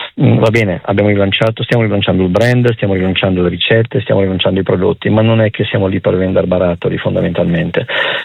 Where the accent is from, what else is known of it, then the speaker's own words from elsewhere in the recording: Genoa, Liguria, Italy; born there; also born or lived in Brescia; now in Camogli, Italy; io sono nato a Genova, nella zona